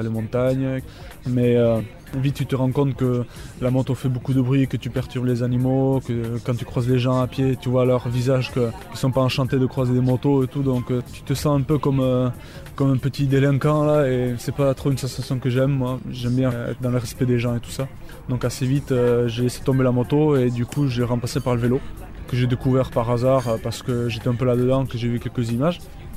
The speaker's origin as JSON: {"language": "French", "town": "Saint-Jean-de-Luz", "region": "Nouvelle-Aquitaine", "country": "France", "said": "je suis de Saint-Jean-de-Luz."}